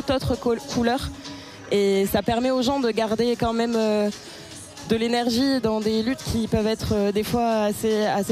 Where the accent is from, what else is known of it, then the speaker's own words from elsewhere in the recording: Marseille, Provence-Alpes-Côte d'Azur, France; Je viens de Marseille.